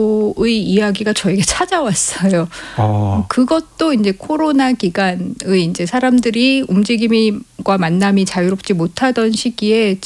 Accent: Seoul, South Korea; 예, 제가 그 마을에서 태어났고 제가 태어난 집에서 걸어서 20분 거리에 지금 20년째 살고 있어요.

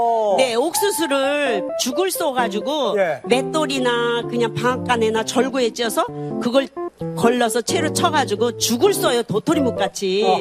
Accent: Wonju, Gangwon, South Korea; moved away; 저는 강원도가 고향이거든요.

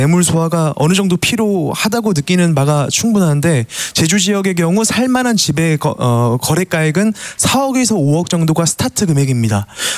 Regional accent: Jeju, South Korea; 안녕하십니까. 제주도에서 왔습니다. 현장을 직접 느끼고 있는 공인중개사이고요.

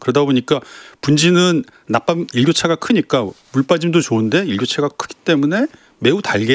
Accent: Gyeongsang, South Korea; 저는 경상도 사람이라서

